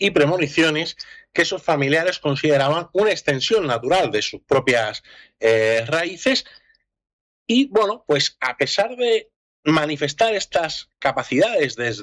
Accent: Almería, Andalusia, Spain; yo como buen mediterráneo y almeriense

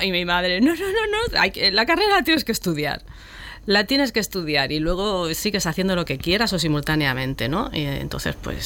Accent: Albox, Andalusia, Spain; Yo considero que me he formado como persona, mi adolescencia todo en Albox, adoro Andalucía, me considero andaluza

